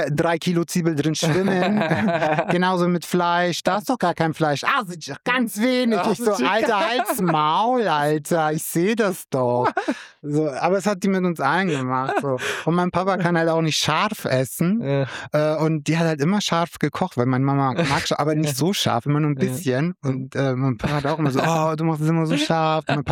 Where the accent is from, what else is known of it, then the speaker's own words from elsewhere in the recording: Rothenburg, Germany; Bei uns in Rothenburg, wo ich herkomme, da wird halt zu Weihnachten, ist dann überall so geschmückt, so mit Geschenkeboxen und alles.